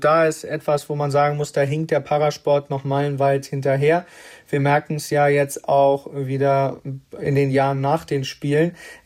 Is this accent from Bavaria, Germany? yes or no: yes; Erlangen, Bavaria, Germany; Wenn ich sage, ich komme aus Erlangen, können die Leute damit nicht so richtig was anfangen.